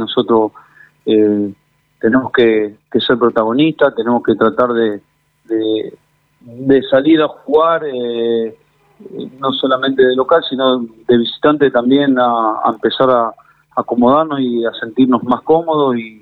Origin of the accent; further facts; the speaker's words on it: Argentina; como estamos todos los argentinos, muy eufóricos, muy ilusionados.